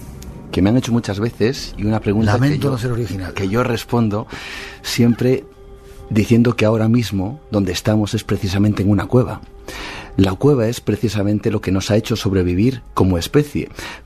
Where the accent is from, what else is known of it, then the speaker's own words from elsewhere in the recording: Cantabria, Spain; born there; also born or lived in Germany; Soy cántabro. Mi madre es de Córdoba, mi padre es de Cantabria. Yo nací en Alemania por circunstancias azares no míos, sino de mis padres, evidentemente. Mm. Y nací allí. Estuve allí unos cuantos años y luego ya nos venimos para Cantabria.